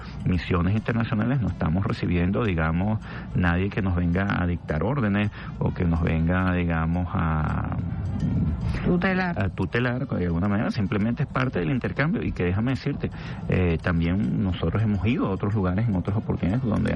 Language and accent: Spanish; Venezuela; yo resumo dos cosas principales que tenemos que asumir como venezolanos.